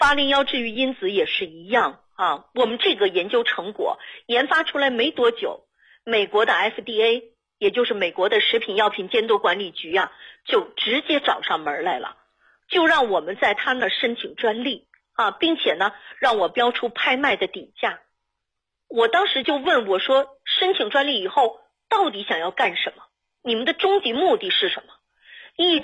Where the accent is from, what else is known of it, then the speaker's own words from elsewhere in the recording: China; 走到那一步我心有不甘呐，我永远忘不了我是中国人呐。